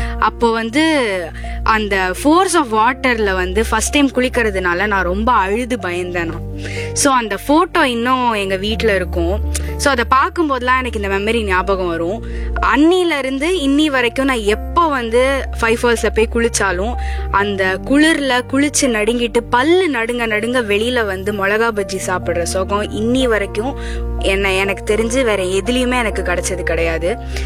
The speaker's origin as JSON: {"language": "Tamil", "town": "Courtallam", "region": "Tamil Nadu", "country": "India", "tie": "born or raised there", "said": "அந்த ஊரே என்னோட சொந்த ஊராக இருக்கிற எனக்கு வந்து எங்கள் ஊரோட நிறைய மெமரிஸ் இருக்கு."}